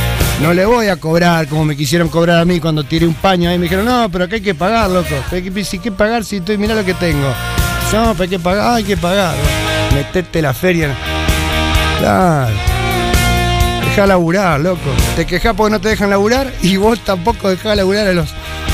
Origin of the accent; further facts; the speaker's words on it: Paso del Parque del Daymán, Paysandú, Uruguay; moved away; Soy de Paso del Parque del Daimán, que es un pueblito chiquito